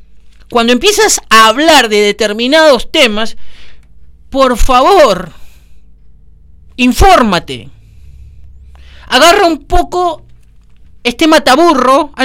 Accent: Argentina; Sí, soy argentino. Tengo nacionalidad argentina.

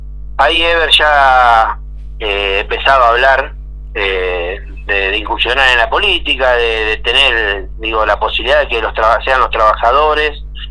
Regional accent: Argentina; lo estamos viviendo todos los argentinos de Argentina.

